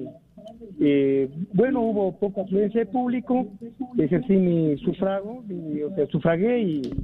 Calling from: Celendín, Cajamarca, Peru; de Celendín, Cajamarca.

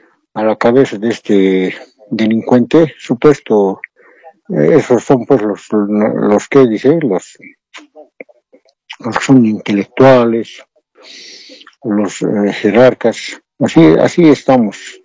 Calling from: Cochabamba, Bolivia; Le hablo de Cochabamba

